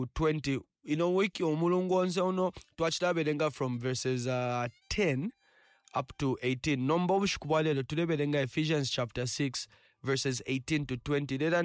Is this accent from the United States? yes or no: no; Kalingalinga, Lusaka Province, Zambia; Good evening. … from Kalingalinga. Just here, close by you, our neighbor, you.